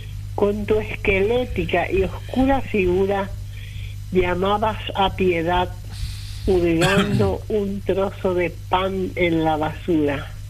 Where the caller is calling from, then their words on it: Lambaré, Central, Paraguay; yo, como vivo en Lambaré, a veces me toca ir por la avenida Perón